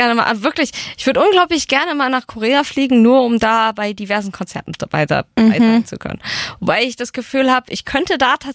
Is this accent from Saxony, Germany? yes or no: no; Gelnhausen, Hesse, Germany; ich bin in Gelnhausen aufgewachsen